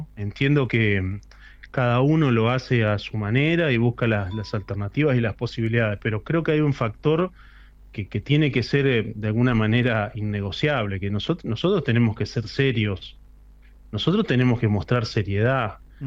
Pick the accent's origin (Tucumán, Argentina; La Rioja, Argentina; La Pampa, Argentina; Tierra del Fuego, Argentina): Tierra del Fuego, Argentina; en el caso nuestro, ¿no?, hablo de Tierra del Fuego